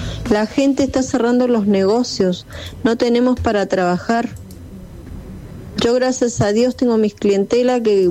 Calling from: Luján, Buenos Aires Province, Argentina; de Luján.

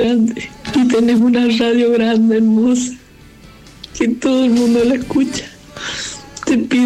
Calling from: Rodeo de la Cruz, Mendoza, Argentina; del Rodeo de la Cruz, de acá, de la calle Milagro.

